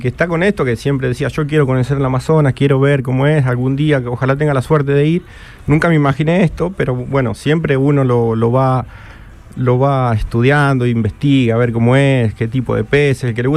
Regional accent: Salto Grande, Santa Fe, Argentina; now in Totoras, Argentina; Yo soy de Salto Grande y vivo en Totoras. Acá son pueblitos vecinos, sí, sí. A una hora más o menos.

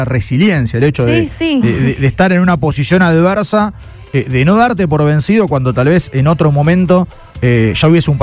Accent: Argentina; como argentinos y futboleros

